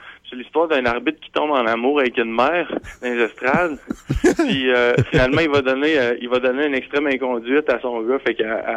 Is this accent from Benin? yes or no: no; Lebel-sur-Quévillon, Quebec, Canada; quand j'étais jeune, moi, j'habitais à Lebel-sur-Quévillon. Okay. Et Lebel-sur-Quévillon, c'est dans le nord du Québec, direct sur le 49e parallèle.